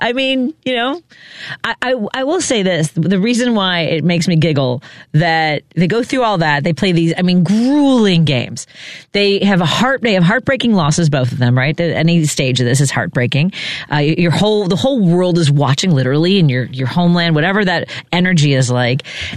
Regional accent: Chicago, Illinois, United States; So obviously I've talked about growing up in Chicago. I went to Lang Tech.

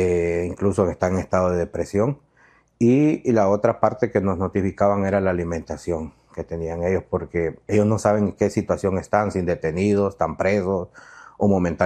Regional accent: Cuba; Soy un cubano con identidad.

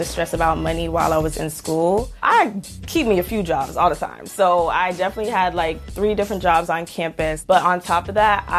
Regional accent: London, United Kingdom; also born or lived in Jamaica; now in New York City, United States; I was originally born in Jamaica. I spent majority of my life growing up in London.

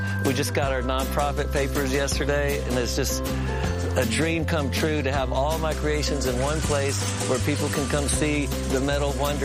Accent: Houston, Texas, United States; And just growing up in Houston, you know, it's the fourth largest city.

